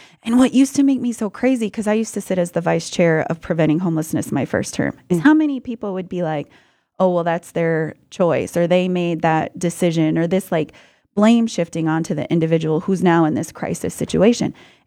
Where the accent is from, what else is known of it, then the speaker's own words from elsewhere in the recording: South Dakota, United States; I grew up in South Dakota. That's a whole other region.